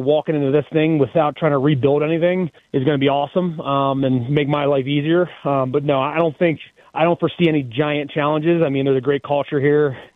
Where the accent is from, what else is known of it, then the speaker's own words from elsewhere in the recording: Maryland, United States; And I walked on to a college called CCBC Essex, the community college in Maryland, where my hometown is.